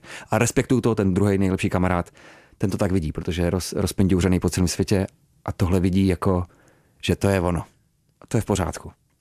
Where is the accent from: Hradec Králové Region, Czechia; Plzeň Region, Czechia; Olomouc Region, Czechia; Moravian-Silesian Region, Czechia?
Olomouc Region, Czechia; Olomouc; now in Prague, Czechia; Olomouc je nádherná, zbožňuji jako svoje rodné město, rád se tam vracím za rodičema